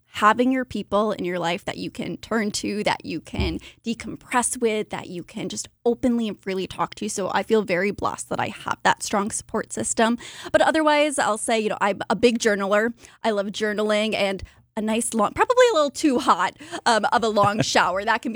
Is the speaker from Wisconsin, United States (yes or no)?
yes; Onalaska, Wisconsin, United States; I grew up on the west side, born and raised in Onalaska, went to school in Viterbo.